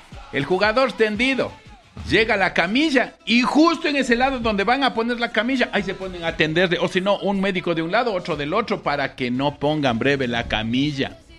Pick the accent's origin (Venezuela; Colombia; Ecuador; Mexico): Ecuador; somos campeones los ecuatorianos